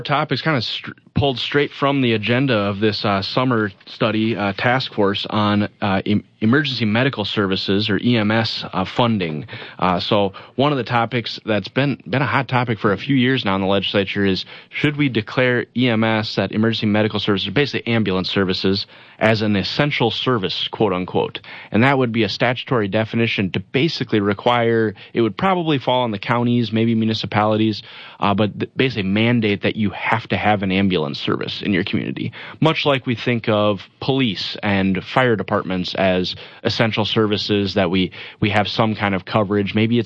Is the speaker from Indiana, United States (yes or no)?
no; Brookings, South Dakota, United States; and then back home, I'm originally from Brookings, so I called the Sioux Falls area home